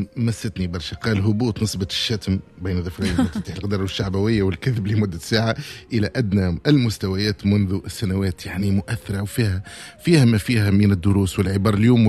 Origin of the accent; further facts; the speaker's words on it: Tunisia; accent: Tunisian Darija; نحن في اللهجة الدارجة التونسية